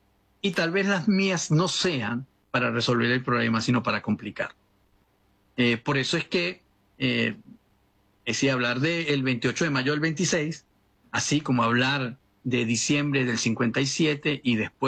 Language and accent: Spanish; Venezuela; nosotros como venezolanos que habitamos el país